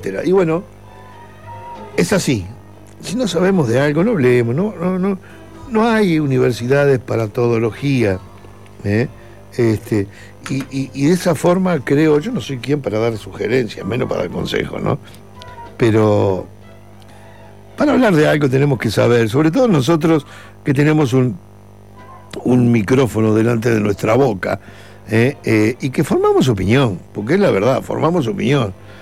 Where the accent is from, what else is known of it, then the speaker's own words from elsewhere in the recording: Maldonado, Uruguay; born there; yo soy acá, de la zona. Soy de Maldonado, nací.